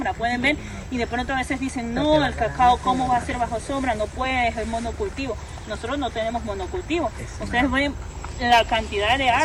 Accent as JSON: {"language": "Spanish", "town": "Chone", "region": "Manabí", "country": "Ecuador", "said": "Y yo siempre orgullosa a mi Manabí. Yo soy de Chone, Manabí."}